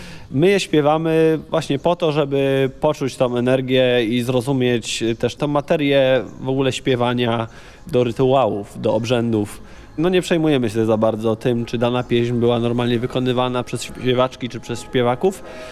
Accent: Greater Poland Voivodeship, Poland; z tej części Wielkopolski, z której ja pochodzę, a pochodzę z pogranicza regionu Kozła i regionu występowania dud typu bukowsko-kościańskiego

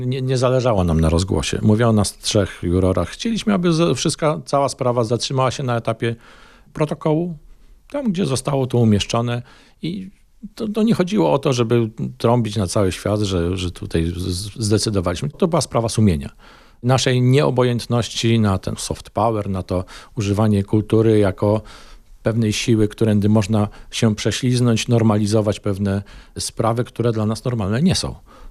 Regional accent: Przemyśl, Subcarpathian Voivodeship, Poland; Natomiast ja pochodzę z Przemyśla. Miasta bardzo blisko umiejscowionego od ukraińskiej granicy. To jest 14 kilometrów od centrum miasta do granicy.

